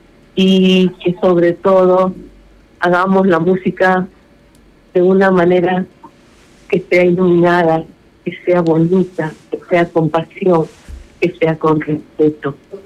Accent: Peru; al pueblo peruano, mi pueblo también

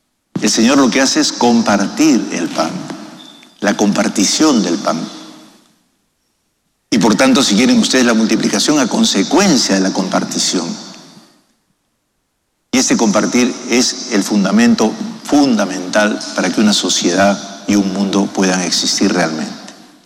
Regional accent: Peru; esas actitudes que hemos ido cultivando como peruanos, que son las más genuinas de nuestra fe y de nuestro país.

